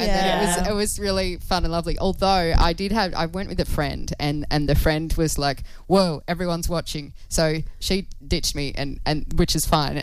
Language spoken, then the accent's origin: English; Darwin, Northern Territory, Australia; You're down I'm down from Darwin, blah, blah, blah.